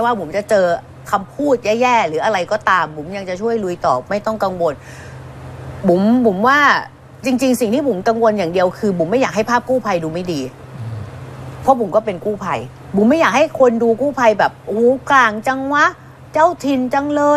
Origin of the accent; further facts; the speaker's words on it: Ban Pho, Chachoengsao, Thailand; ดิฉันเป็นคนบ้านโพตำบลดอนทรายอำเภอบ้านโพจังหวัดฉะเชิงเทรา